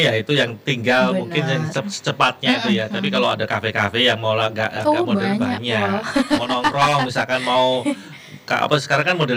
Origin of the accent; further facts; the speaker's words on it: Madiun, East Java, Indonesia; kita orang Madiun